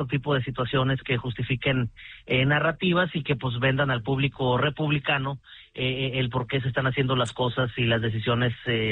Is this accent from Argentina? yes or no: no; Baja California, Mexico; empezando acá por mi tierra, que es Baja California.